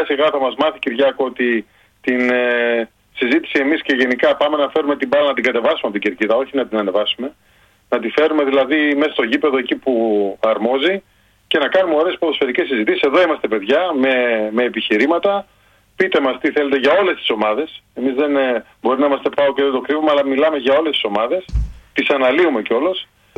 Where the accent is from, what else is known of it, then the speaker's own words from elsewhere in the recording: Greece; σαν Έλληνες